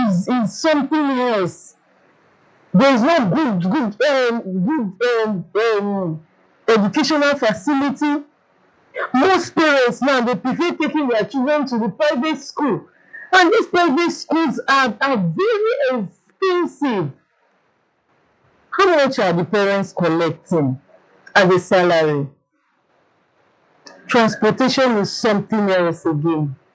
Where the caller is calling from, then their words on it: Nigeria; we as Nigerians